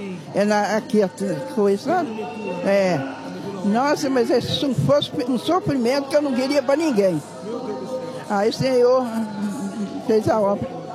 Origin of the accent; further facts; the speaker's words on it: Juiz de Fora, Minas Gerais, Brazil; Aí eu vim de lá de Juiz de Fora, sou lá de Juiz de Fora.